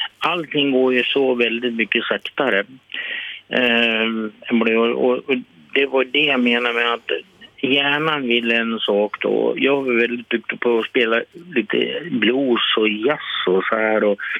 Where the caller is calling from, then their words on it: Vilhelmina, Västerbotten County, Sweden; Jag är västerbottning. Jag kommer från Vilhelmina.